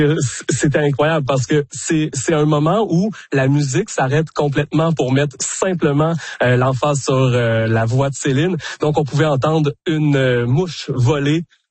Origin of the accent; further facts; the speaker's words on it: Quebec, Canada; nous, en plus, en tant que Québécois